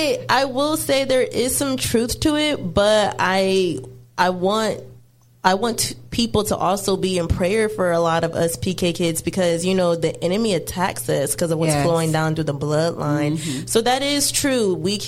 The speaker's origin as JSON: {"language": "English", "region": "Georgia", "country": "United States", "tie": "born or raised there", "said": "I am born and raised"}